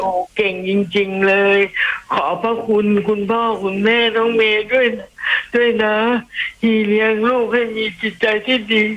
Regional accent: Nakhon Sawan, Thailand; ที่จังหวัดนครสวรรค์อำเภอเมืองตลาดปากน้ำโพค่ะ

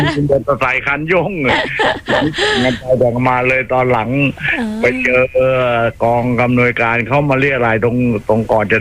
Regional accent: Sing Buri, Thailand; เป็นคนสิงห์บุรี

